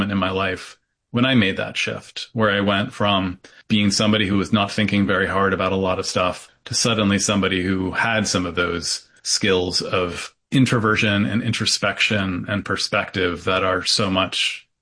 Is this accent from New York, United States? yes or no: yes; Syracuse, New York, United States; born or raised there